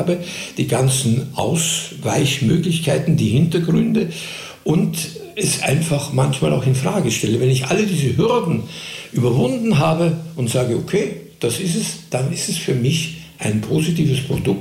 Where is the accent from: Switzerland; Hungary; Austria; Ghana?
Austria; Ich musste als Österreicher in jedem deutschen Engagement, Arbeitsbewilligung, Aufenthaltsgenehmigung